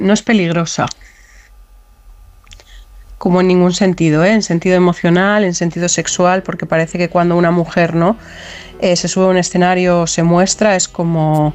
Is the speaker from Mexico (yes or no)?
no; Basque Country, Spain; moved away; teniendo en cuenta además que soy vasca. O sea, que es que en Euskadi se dice y se comenta que la gente se reproduce por esporas. Entonces, no sabemos. O sea, yo llegué a Barcelona